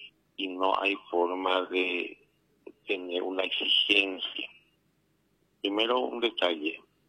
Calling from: Paraguay

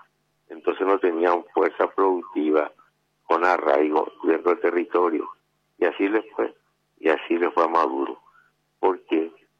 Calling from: Paraguay

